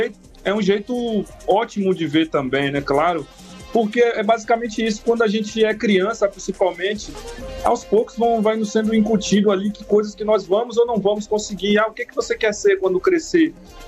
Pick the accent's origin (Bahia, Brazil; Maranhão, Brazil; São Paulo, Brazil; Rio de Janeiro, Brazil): Bahia, Brazil; Salvador; Eu sou de Itapuã, sou da parte da praia, mas já circulei muito, já fiz muito show no Pelourinho também.